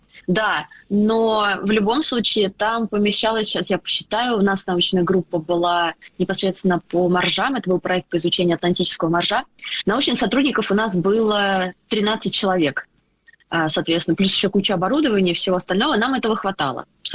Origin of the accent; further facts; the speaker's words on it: Moscow, Russia; Я из Москвы.